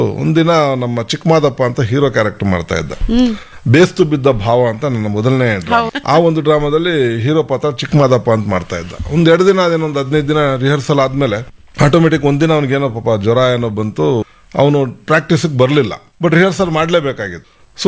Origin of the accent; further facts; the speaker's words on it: Hundrabalu, Karnataka, India; ಈಗ ಚಾಮರಾಜನಗರ ಜಿಲ್ಲೆ ಕೊಳ್ಳೇಗಾಲ ತಾಲೂಕು ಹುಂಡ್ರಬಾಳು ಆಗಿದೆ. ಆ ಸಮಯದಲ್ಲಿ 7th ವರೆಗೂ ನಮ್ಮೂರಲ್ಲೇ ಸ್ಕೂಲ್ ಇತ್ತು.